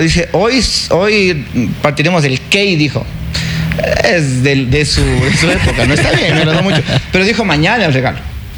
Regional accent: Ecuador; Como macareños, como ecuatorianos.

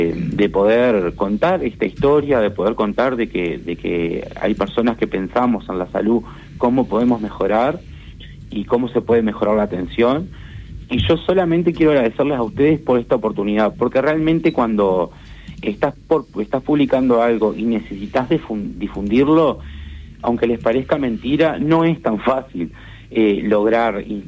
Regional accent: Cerro Largo, Uruguay; born there; moved away; extraño mucho a mi pueblo, extraño mucho a la gente de Cerro Largo

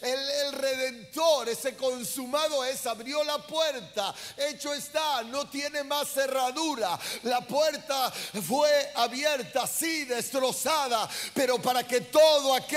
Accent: Argentina; born there; no soy solo nacido en Argentina biológicamente.

